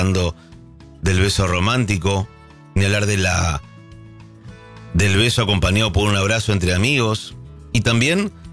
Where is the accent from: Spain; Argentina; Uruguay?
Argentina; como la nuestra, como la argentina, que somos bastante demostrativos.